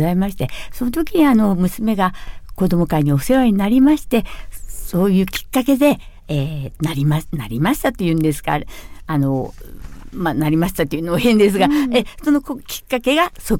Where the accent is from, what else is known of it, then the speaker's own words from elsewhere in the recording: Naie, Hokkaido, Japan; born there; now in Sapporo, Japan; 私は出身は空知郡内江町というところに生まれました。でお嫁に来まして、札幌に移りました。